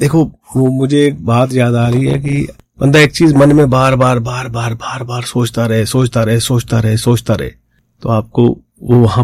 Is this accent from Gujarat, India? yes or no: no; Jalandhar, Punjab, India; मैं बेसिकली पंजाब से हूं, पंजाब के जलंधर शहर से